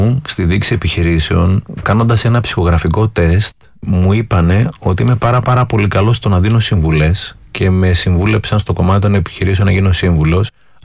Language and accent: Greek; Greece; Έχουμε ένα πρόβλημα σαν Έλληνες.